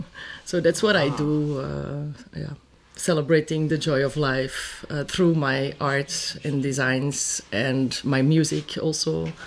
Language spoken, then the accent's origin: English; Wuustwezel, Antwerp, Belgium; Currently, I have an exhibition in my hometown. It's called Gustwezel.